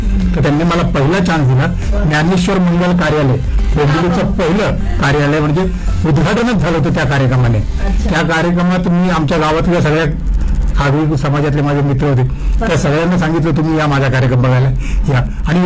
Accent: Mumbai, Maharashtra, India; मी आधी मुंबईत राहायचो, वरील कोळीवाडा हे माझं गाव आणि कोळीवाडा म्हटलं की संपूर्ण कोळ्यांचं गाव होते

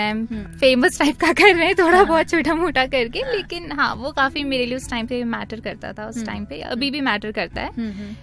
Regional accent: Doiwala, Uttarakhand, India; छोटे से शहर से है, छोटी सी जगह से है, डोईवाला।

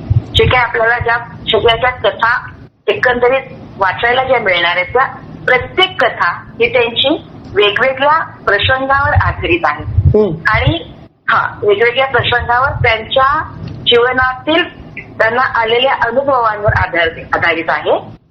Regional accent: Nagpur, Maharashtra, India; मी मुळात नागपूरची, बाहेर नागपूरचं, माझं शिक्षण नागपूरच्या सोमलवार शाळेत झालं

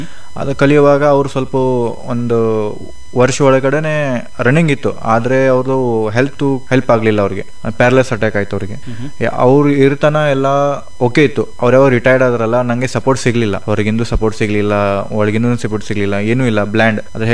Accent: Belagavi, Karnataka, India; born there; also born or lived in Pune; ಬೆಳಗಾವಿ ನಿವಾಸಿ. ಅದು ನಾನು ಹುಟ್ಟಿದ್ದು ಪುಣಾಲಿ, ನಮ್ಮ ಮಮ್ಮಿ ಆ ಸೈಡ್ದವರು ಪುಣಾದಲ್ಲಿ. ಆಮೇಲೆ ಅಲ್ಲಿ ಬರ್ತಾಯಿತ್ತು, ಅಲ್ಲೇ ಸ್ವಲ್ಪ ಎಜುಕೇಷನ್ ಕೂಡ ಆಯಿತು. ಮತ್ತು ರಿಟರ್ನ್ ಆಫ್ ಬೆಲ್ಗಮ್ದಿಂದ ಮತ್ತೆ ಅಲ್ಲಿ ಟ್ರಾನ್ಸ್ಫರ್ ಆಯಿತು. ಜಾಬ್ಗೋಸ್ಕರ ಡ್ಯಾಡಿ ಅದು ಅಲ್ಲಿ ಶಿಫ್ಟ್ ಆದರು.

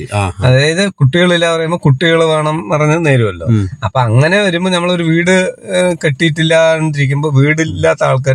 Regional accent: Palakkad, Kerala, India; ജനിച്ചു വളർന്ന ഇവിടുന്ന് ഒരു എടച്ചറ പറഞ്ഞ സ്ഥലത്താണ് ഞാൻ ജനിച്ചത്.

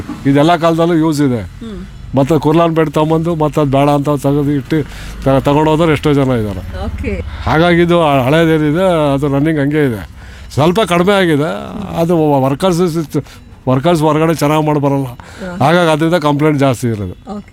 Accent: Shivamogga, Karnataka, India; ಹುಟ್ಟಿ ಬೆಳೆದಿದ್ದಲ್ಲ ಶಿವಮೊಗ್ಗನೇ. ಹುಟ್ಟಿ ಬೆಳೆದಿದ್ದಲ್ಲ.

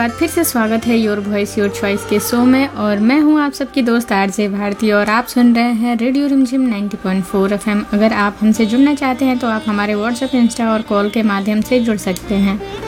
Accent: Chhotka Sakh, Bihar, India; now in Kathmandu, Nepal; मेरा गांव छोटका साख है रामदास का रहने वाला हूं, और उसका गांव जिला गोपालगंज बिहार, और अभी हम काठमांडू नेपाल से जुड़े हुए हैं

